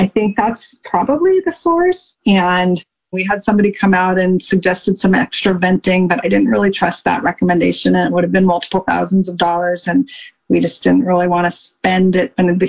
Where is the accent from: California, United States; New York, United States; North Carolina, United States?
California, United States; Del Mar; from Del Mar, California.